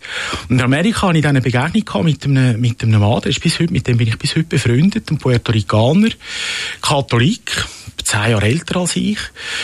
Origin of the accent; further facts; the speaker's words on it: Rümlang, Zurich, Switzerland; Ich bin zu Römlang, wo ich aufgewachsen bin, früh sozialisiert worden, kirchlich.